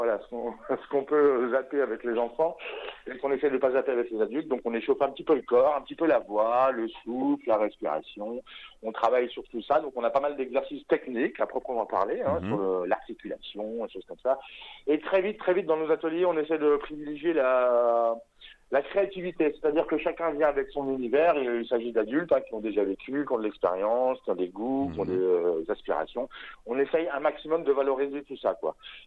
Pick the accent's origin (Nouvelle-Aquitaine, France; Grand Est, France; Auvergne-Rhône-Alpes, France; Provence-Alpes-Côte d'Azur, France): Grand Est, France; Longwy; moved away as an adult; je suis un Longwycien d'origine, donc j'ai grandi à Longwy. J'en suis parti quand j'avais à peu près 20 ans, et j'y reviens de plus en plus.